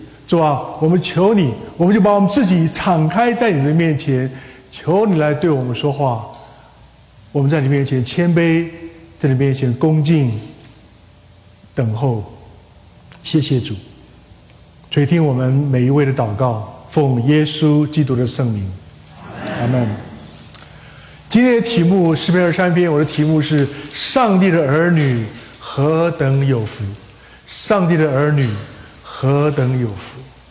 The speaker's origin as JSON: {"language": "Chinese", "country": "China", "said": "其实我们中国人写诗也是很讲究对称，对不对？"}